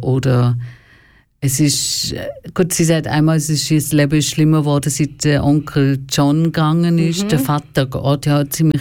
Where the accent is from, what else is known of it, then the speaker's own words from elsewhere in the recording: Baden-Württemberg, Germany; also born or lived in Berlin; Ich bin ja quasi im Schwarzwald aufgewachsen